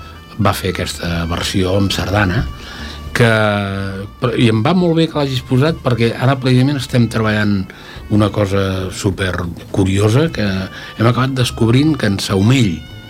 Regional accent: Catalonia, Spain; perquè som catalans nosaltres.

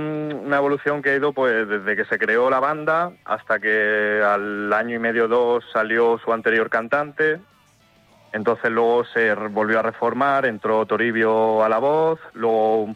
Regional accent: Villardompardo, Andalusia, Spain; Mi pueblo es Villardón Pardo.

